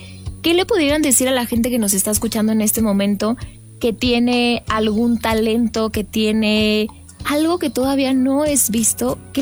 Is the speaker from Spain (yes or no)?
no; Chihuahua, Mexico; nos preguntan de dónde eres, somos de Chihuahua